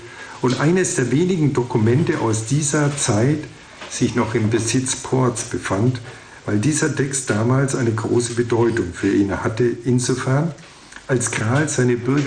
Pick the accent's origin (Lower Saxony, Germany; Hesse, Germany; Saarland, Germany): Lower Saxony, Germany; Alfeld; Und so war es schon ein enormer Schritt an Aufklärung, als sich in meiner Heimatstadt Ahlfeld im Jahre 1961 die Junge Union gründete.